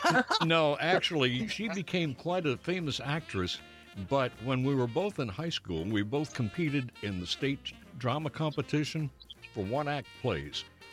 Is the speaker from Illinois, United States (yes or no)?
no; Massachusetts, United States; I grew up in the Boston area, and there was a town not far from me, Peabody.